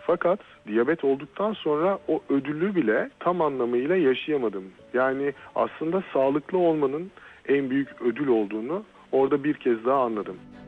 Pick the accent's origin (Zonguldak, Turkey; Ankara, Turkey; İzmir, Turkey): Ankara, Turkey; born there; 1982 Ankara doğumluyum.